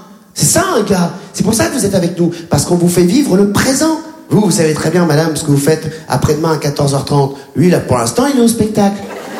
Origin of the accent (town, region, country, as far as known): Réunion, France; born or raised there